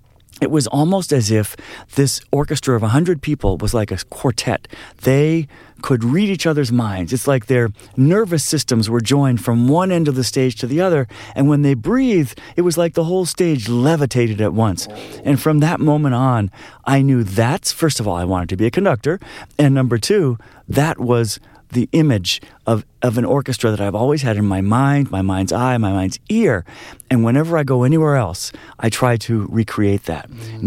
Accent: Boston, Massachusetts, United States; moved away as an adult; also born or lived in Berlin; now in Chicago, United States; I'm from Boston. I grew up there. I moved to Chicago about 10 years ago.

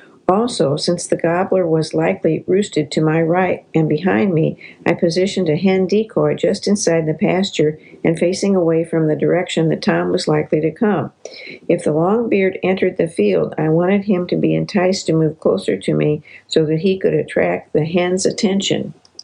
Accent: Virginia, United States; Since I'd killed 2 fall Virginia birds, my hunting was over for the year in my home state

